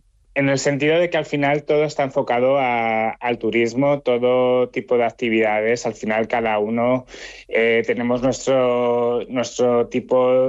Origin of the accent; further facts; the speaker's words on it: Spain; Que sí que es verdad que yo, como siendo español, me encanta España y adoro España